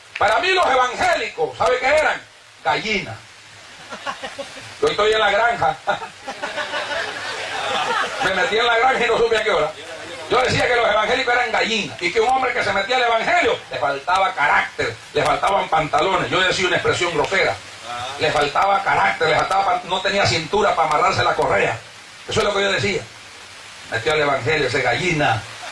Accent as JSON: {"language": "Spanish", "region": "La Unión", "country": "El Salvador", "tie": "born or raised there", "also_born_or_lived": "Namasigüe, Choluteca, Honduras", "said": "De tierna edad yo quedé con mis abuelos en El Salvador. Yo me crecí en El Salvador."}